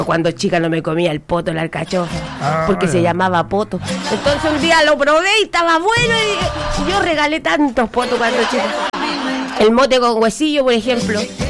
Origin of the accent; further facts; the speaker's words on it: Chile; Si hay algo que nos define como chilenos, más allá de la cordillera y nuestro castellano con el vuelvo propio